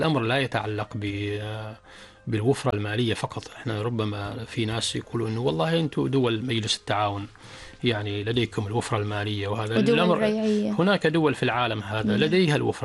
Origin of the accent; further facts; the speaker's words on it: Oman; طبعا أنا من مواليد 1973، فإحنا نشأنا في بيئة متناهية في البساطة. ولكن في هذاك الوقت يعني كانت عمان تنمو وتنمو بسرعة